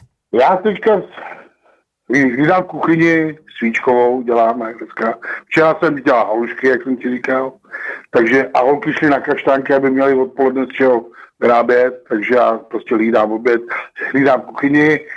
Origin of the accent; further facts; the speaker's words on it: Plzeň Region, Czechia; moved away; tam jak já pocházím kousek od Rozvadová a ty vedlejší vesničky, co tam mám, procházím od malička